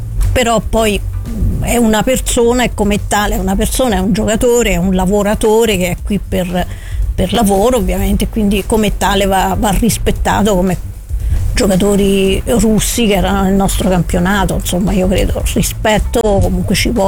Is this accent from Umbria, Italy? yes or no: yes; Orvieto, Umbria, Italy; moved away; also born or lived in Perugia; io ho vissuto tanti anni a Perugia, ma essendo di Orvieto la targa è TR